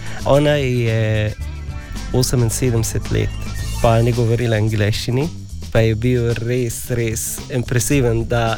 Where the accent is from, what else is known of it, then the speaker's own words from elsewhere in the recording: Sanaa, Amanat Al Asimah, Yemen; born there; Slovenian is a second language; moved away; also born or lived in Egypt / Gaza; Sem rojen v Jemnu, v Sana, pa pol vojne začetek v Jemen, pa sem dobil neki bolet, pa zato smo šli van, jaz pa moja družina, od Jemen do Egipt